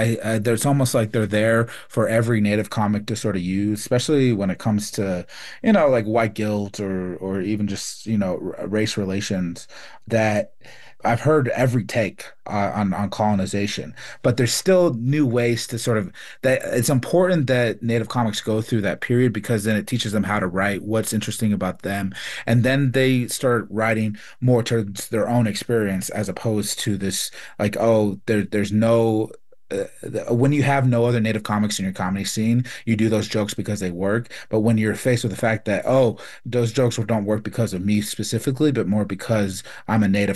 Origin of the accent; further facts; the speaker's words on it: Phoenix, Arizona, United States; also born or lived in Vanderwagen, New Mexico; So I grew up in living in Phoenix, and then for winters and summers, I'd go back with my mom up in Vanderwagen, New Mexico, and just live out there on the res.